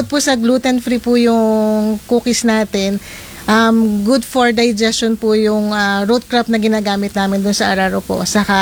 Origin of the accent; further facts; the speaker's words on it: Central Luzon, Philippines; So, dun po sa amin sa Bataan, meron po akong mga tinutulungan din po na farmers.